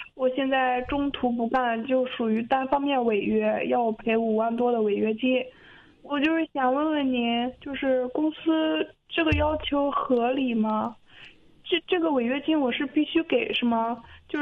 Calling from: Beijing, China; 我是北京这边的

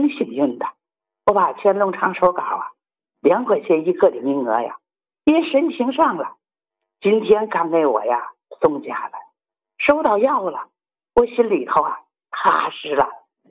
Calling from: Tianjin, China; 我是啊天津大港的新朋友，

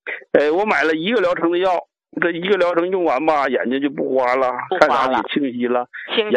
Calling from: Harbin, Heilongjiang, China; 张主任，我家是哈尔滨的。

